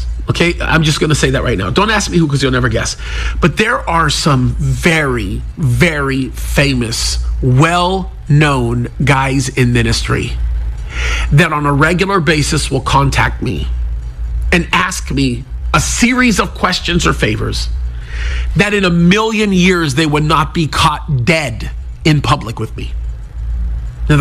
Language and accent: English; United States; born there; I am first generation born into this country from two parents who were both born and raised in Egypt.